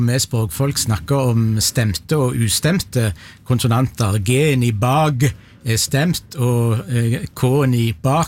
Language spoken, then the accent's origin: Norwegian; Rogaland, Norway; Men som rogalending så var det to veldig kjekke spørsmål, så det gjør jeg mer enn gjerne.